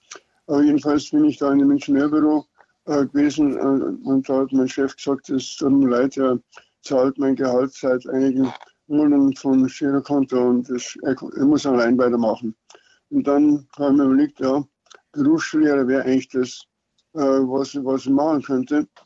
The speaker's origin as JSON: {"language": "German", "region": "Bavaria", "country": "Germany", "said": "als ich als Niederbayer"}